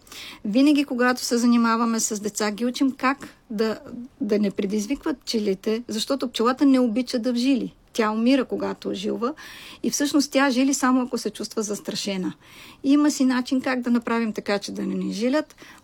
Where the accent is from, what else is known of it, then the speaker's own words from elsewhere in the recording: Sofia, Sofia City, Bulgaria; Аз съм дете от София, с всички роднини софиянци, така че като малка страдах, че нямам село.